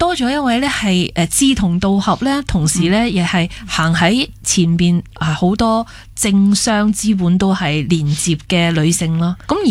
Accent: Hong Kong; moved away; 我们香港人呢，很多时传统的香港人都会说施比受更有福啦。

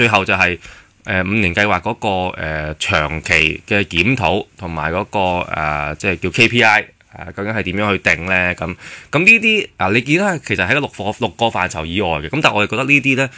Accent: Hong Kong; 我哋香港人

